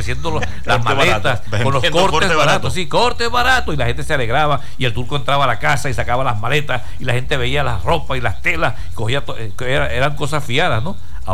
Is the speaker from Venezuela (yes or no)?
yes; Caicara, Venezuela; en los pueblos rurales, por lo menos cuando yo nací, cuando estaba pequeño en Caicara